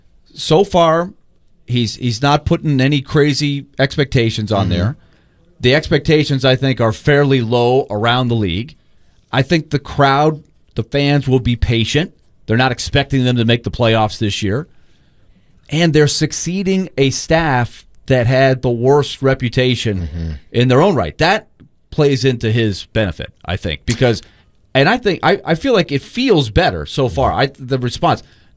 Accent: New York, United States; And I watched them a lot when I grew up in New York.

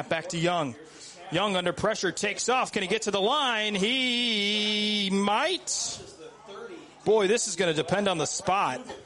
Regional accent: Illinois, United States; now in Central Illinois, United States; Growing up in Northern Illinois, I thought the cutoff to Southern Illinois was Peoria. Then I moved down here and realized nobody thinks like that.

